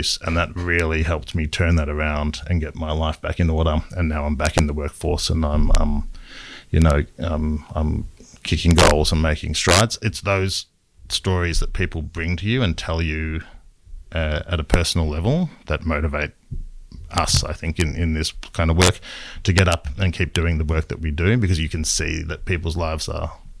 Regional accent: Melbourne, Victoria, Australia; I grew up in Melbourne, but in the eastern suburbs, and a lot of my extended family are from the country

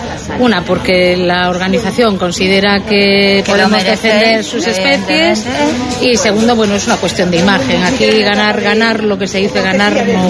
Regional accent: Ourense, Galicia, Spain; Yo soy de Orense, de la capital. Luego tenemos familia en Sinzo, por esa zona.

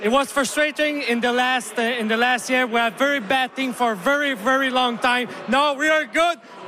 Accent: Quebec City, Quebec, Canada; English is a second language; I am from Quebec City, yes. I am from Quebec City.

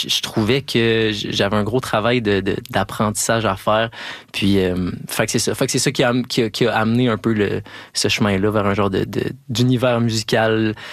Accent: Quebec City, Quebec, Canada; moved away as an adult; now in Montreal, Canada; je viens de la ville de Québec.

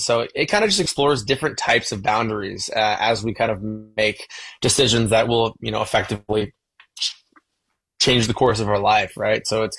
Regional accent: London, Ontario, Canada; this artist who is an R&B singer from my hometown, which is London, Ontario.

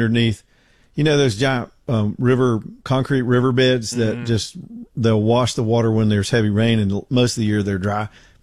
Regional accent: Birmingham, Alabama, United States; I'm from Birmingham.

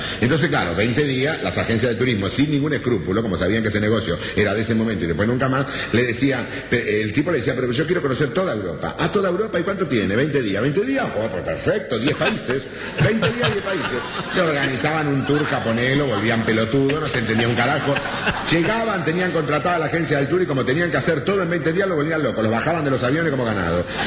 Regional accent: Argentina; lo boludo que somos los argentinos.

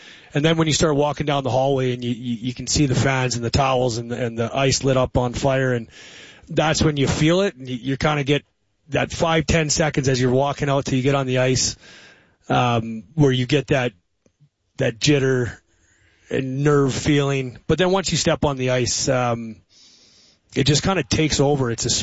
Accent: Kelowna, British Columbia, Canada; winning it in my hometown

